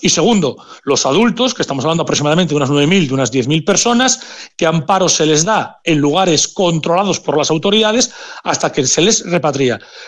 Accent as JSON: {"language": "Spanish", "country": "Spain", "said": "Tiene que participar el resto de la península en esa política, porque somos todos españoles."}